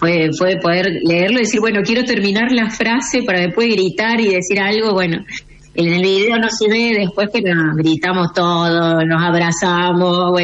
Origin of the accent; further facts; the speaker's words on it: Córdoba, Argentina; accent: cordobesa tonada; also born or lived in Buenos Aires; Soy de Córdoba.